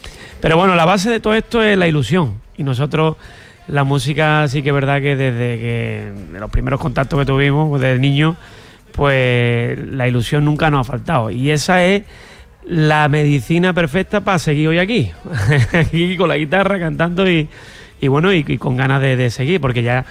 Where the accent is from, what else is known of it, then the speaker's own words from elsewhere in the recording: Málaga, Andalusia, Spain; Nosotros sabes que somos malagueños por bandera y allá por donde vamos, que afortunadamente cada día salimos más de Andalucía incluso, pues siempre nuestra Málaga es nuestra Málaga.